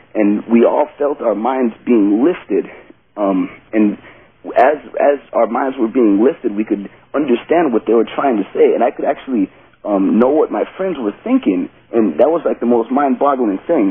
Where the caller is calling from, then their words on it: Syracuse, New York, United States; from Syracuse, New York.